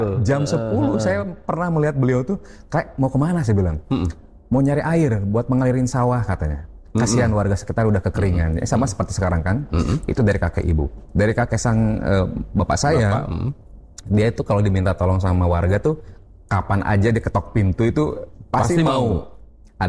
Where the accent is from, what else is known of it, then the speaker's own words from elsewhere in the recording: Kuningan, West Java, Indonesia; Camat di desa saya di Kalimanggis itu minta saya untuk mewakili kecamatan di ajang Pasanggiri, Mojang dan Jajaka Kuningan. 2008. Itu pasca saya baru saja lulus S1. Artinya memang waktu itu memang saya masih sekitar 22-23